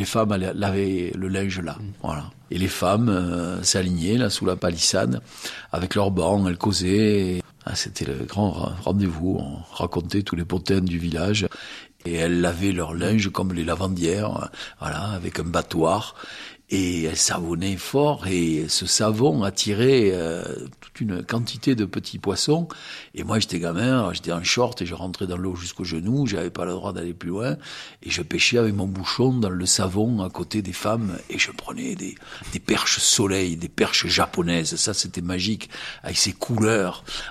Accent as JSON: {"language": "French", "town": "Montvalent", "region": "Occitanie", "country": "France", "tie": "born or raised there", "accent": "rocailleux", "said": "je suis né ici, je suis né à Montvalent, ma mère était institutrice"}